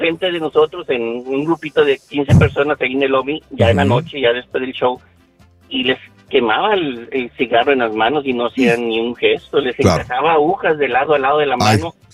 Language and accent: Spanish; Reynosa, Tamaulipas, Mexico; Mire, yo soy de Reynosa.